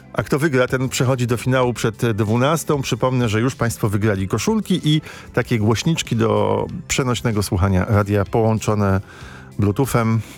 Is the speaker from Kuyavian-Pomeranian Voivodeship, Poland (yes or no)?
no; Radom, Masovian Voivodeship, Poland; ja pochodzę z tego samego miasta.